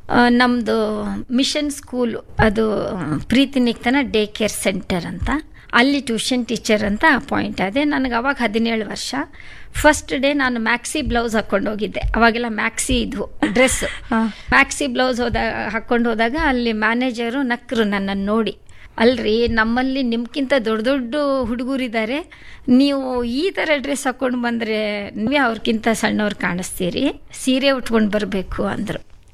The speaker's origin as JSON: {"language": "Kannada", "town": "Hubli", "region": "Karnataka", "country": "India", "tie": "born there", "also_born_or_lived": "Mallasamudra, Gadag, Karnataka / Dharwad", "said": "ಆಮೇಲೆ ನನ್ನನ್ನು ಹುಬ್ಳಿಗೆ ಹಾಕಿದ್ರು 6th. 6th 7th, ಅಲ್ಲಿ ಹೆಣ್ಮಕ್ಕಳ ಪ್ರೈಮರಿ ಶಾಲೆ ಅದು. ಅದೇ ಹಾಸ್ಟೆಲ್ನಲ್ಲೇ ಇದ್ಕೊಂಡು 8th, 9th, 10th ಹುಬ್ಳಿ ಮುಗೀತು."}